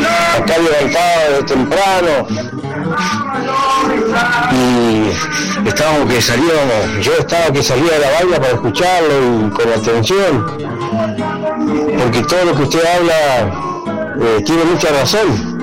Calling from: Sierra Colorada, Río Negro, Argentina; de los Pagos de Sierra Colorada

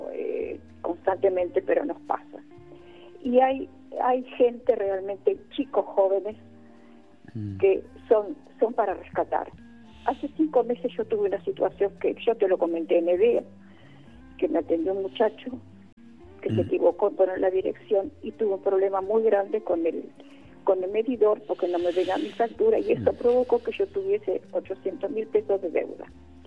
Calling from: Mar del Plata, Buenos Aires Province, Argentina; de Mar del Plata.

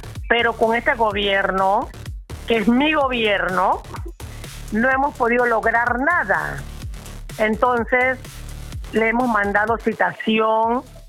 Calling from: Colón, Panama; este problema que tenemos aquí en Puerto Escondido.

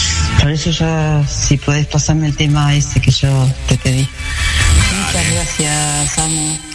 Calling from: Río Negro, Argentina; de Cachacho, Río Negro. Yo más o menos tenía 30 años cuando murió

